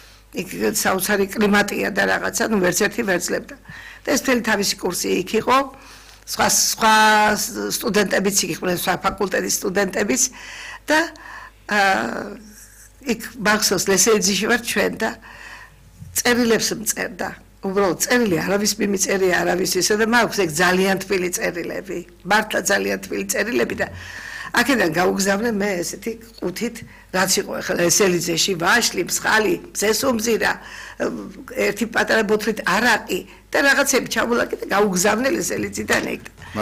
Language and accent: Georgian; Urbnisi, Shida Kartli, Georgia; born there; ჩემი სოფელში იყო ურუბნიში, ქართლში. და იქ დავიბადე.